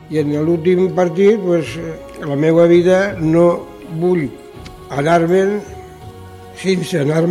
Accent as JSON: {"language": "Catalan", "town": "Palma de Mallorca", "region": "Balearic Islands", "country": "Spain", "said": "soc de la Palma de Mallorca"}